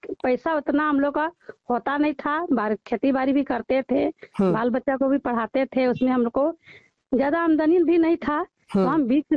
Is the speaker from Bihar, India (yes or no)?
no; Ranchi district, Jharkhand, India; मैं जीराबार का रहने वाली हूँ। मेरा गांव पड़ता है जीराबार, पोस्ट कुच्चू, थाना और मांझी, जिला रांची, झारखंड।